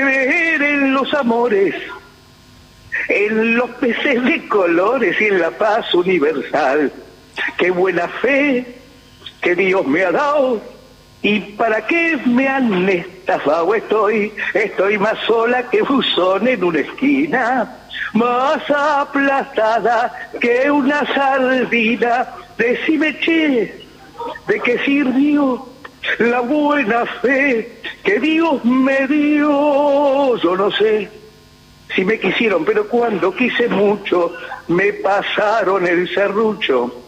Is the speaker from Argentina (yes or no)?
yes; Villa del Parque, Buenos Aires, Argentina; also born or lived in Caballito, Buenos Aires; fui criada en, sí, Villa del Parque.